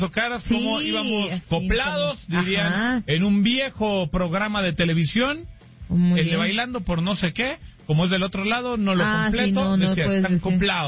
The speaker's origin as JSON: {"language": "Spanish", "country": "Mexico", "said": "A usted le gusta, somos mexicanos, sí."}